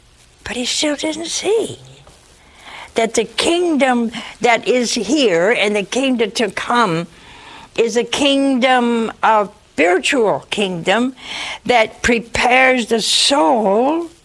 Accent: Ohio, United States; now in Hansville, United States; we came from Ohio. We've been here almost 40 years. And I said, I have people here I love, but I didn't know them in Ohio.

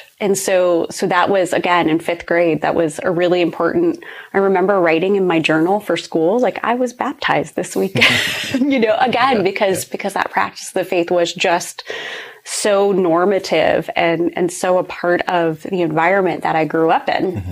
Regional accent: Ohio, United States; So I grew up in a very rural part of Ohio.

